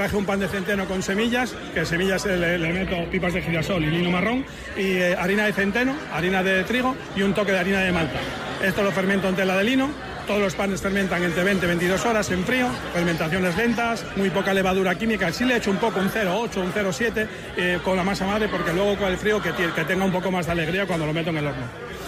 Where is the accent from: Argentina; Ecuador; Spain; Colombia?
Spain; Asturias; yo soy asturiano, mi madre hacía pan en casa.